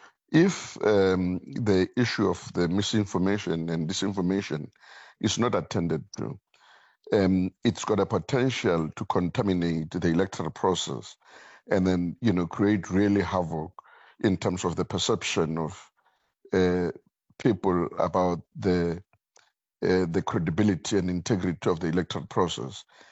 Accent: South Africa

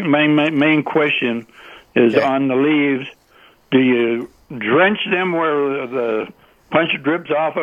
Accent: Fallon, Nevada, United States; I'm from Fallon

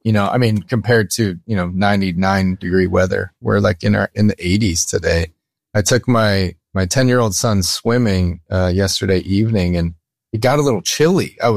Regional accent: Ann Arbor, Michigan, United States; Well, I've spent the first 11 years in Ann Arbor, Michigan, so just down the street from the university.

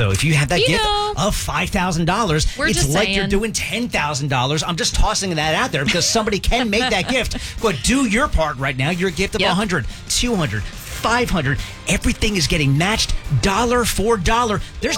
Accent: New Jersey, United States; moved away; because I'm from New Jersey.

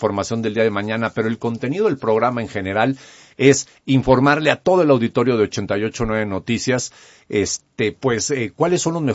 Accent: Mexico

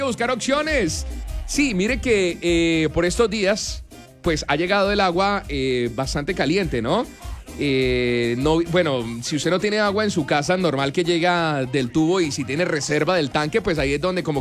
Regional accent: Colombia; uno como buen colombiano

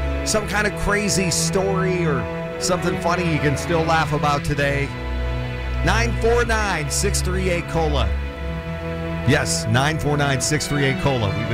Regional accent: North Dakota-Minnesota border, United States; I grew up right on the North Dakota-Minnesota border, so I spent most of my time crossing state lines back in the day when I was a kid.

